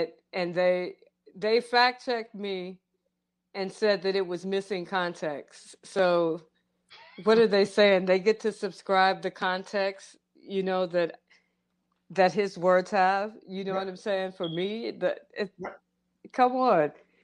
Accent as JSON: {"language": "English", "town": "St. Louis", "region": "Missouri", "country": "United States", "tie": "born or raised there", "said": "I mean, it's in St. Louis County, but this is all St. Louis."}